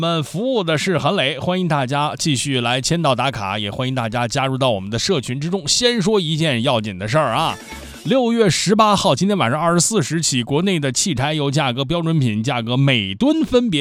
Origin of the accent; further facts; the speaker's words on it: China; 我们中国人对于夏日安康美好的种种期许